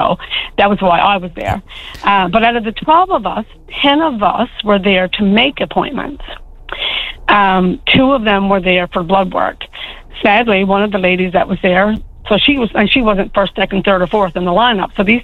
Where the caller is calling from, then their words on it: Fortune, Newfoundland and Labrador, Canada; I'm calling from the Burn Peninsula, from Fortune, actually.